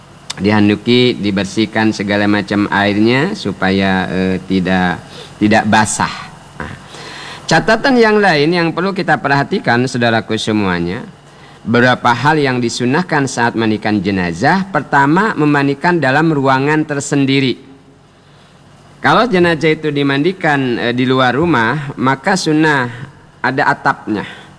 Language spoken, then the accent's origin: Indonesian; Bangka Belitung Islands, Indonesia; Kalau kata kita orang Bangka, bedarup.